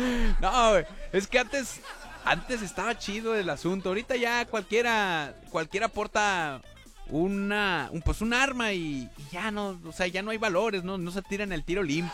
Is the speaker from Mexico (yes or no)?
yes; Mexico; yo, pues, me crié allá en Pórticos